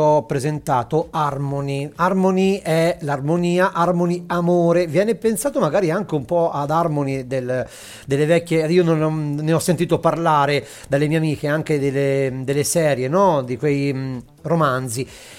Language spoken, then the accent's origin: Italian; Molise, Italy; born there; io sono una persona disabile, che fa parte comunque sia di coloro che sono nati in Italia, nel Molise, ma delle minoranze culturali albanese.